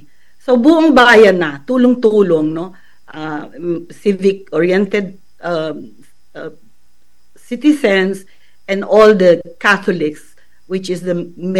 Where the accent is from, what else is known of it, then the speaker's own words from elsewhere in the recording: Lucban, Calabarzon, Philippines; kaming mga tubong Lukban